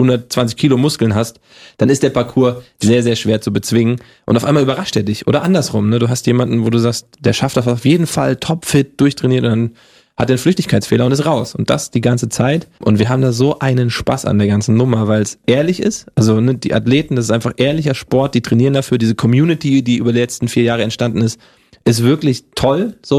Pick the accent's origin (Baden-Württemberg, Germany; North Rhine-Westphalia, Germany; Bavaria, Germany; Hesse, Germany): Hesse, Germany; accent: Hessian; Das Hessisch abtrainieren, komme ich aus Hessen, da hatte ich so diesen Dialekt leicht drauf, der wurde mir abtrainiert. War auch gut so, aber ohne, dass ich jetzt meine hessischen Wurzel verliere.